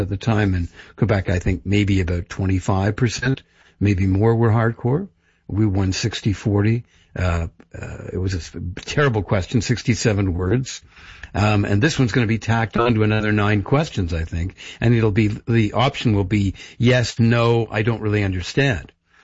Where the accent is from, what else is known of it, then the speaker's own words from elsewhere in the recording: England, United Kingdom; And they attacked me for being English, for being an English reporter, all sorts of things.